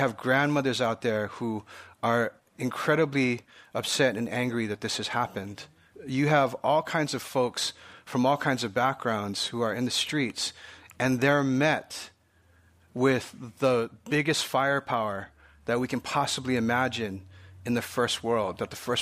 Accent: Honolulu, Hawaii, United States; as a kid growing up in Honolulu, Hawaii

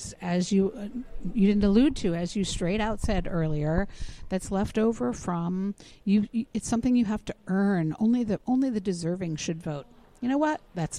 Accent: Oregon, United States; I'm from Oregon

